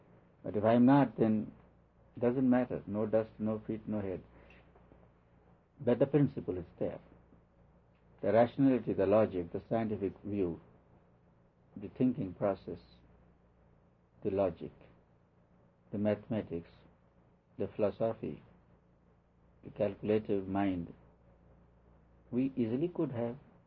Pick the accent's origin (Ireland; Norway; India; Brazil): India; now in United States